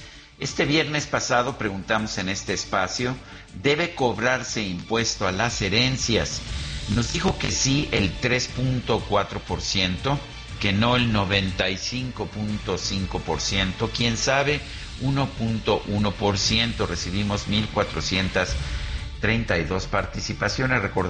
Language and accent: Spanish; Mexico